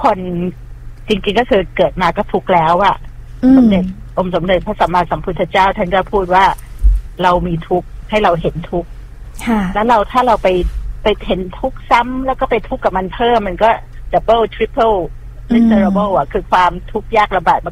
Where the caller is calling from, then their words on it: Bang Bua Thong, Nonthaburi, Thailand; พี่มาจากนนทบุรีแอบบางบัวทอง